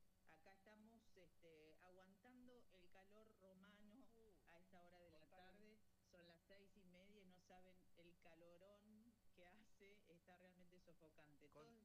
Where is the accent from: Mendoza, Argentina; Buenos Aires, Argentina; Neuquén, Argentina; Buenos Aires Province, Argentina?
Neuquén, Argentina; Zapala; also born or lived in Concepción, Chile; now in Rome, Italy; Bueno, no nací en Zapala, pero me he criado ahí desde los 2 años, así que me siento sumamente neuquina y sobre todo zapalina.